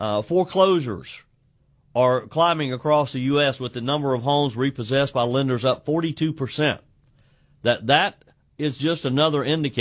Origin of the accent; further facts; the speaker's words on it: South Carolina, United States; called out the U.S. Senate race here in my home state of South Carolina